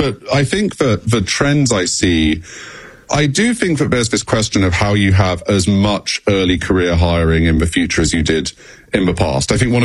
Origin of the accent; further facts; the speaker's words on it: England, United Kingdom; Yes, as an Englishman, it fills me with such joy to be asked about sex on podcasts.